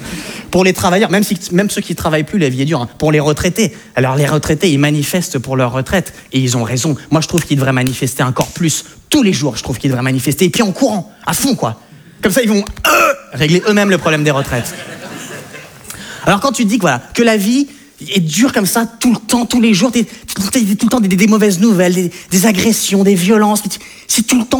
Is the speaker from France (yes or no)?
yes; France; en tant que Français, tu lis le journal, bah, tu bouffes ça comme des tic-tac, quoi.